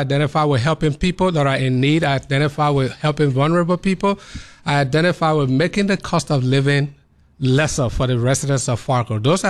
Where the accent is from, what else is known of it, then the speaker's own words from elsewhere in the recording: Liberia; now in United States; I was born and raised in Liberia. I'm an American. I'm a Liberian American.